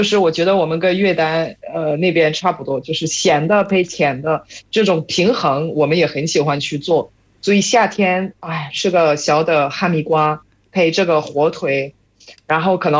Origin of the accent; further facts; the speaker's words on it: western France, France; Chinese is a second language; now in China; 尤其是我老家这个法国的这种西部西边的，我们是会有这种小小的哈密瓜